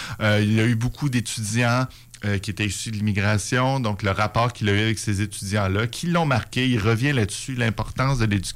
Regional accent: Causapscal, Quebec, Canada; pour venir de cause abscale, si on on dit ben, qu'on vient du Bas-Saint-Laurent, c'est quand même un assez large spectre

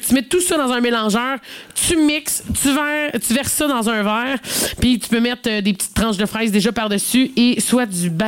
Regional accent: Quebec, Canada

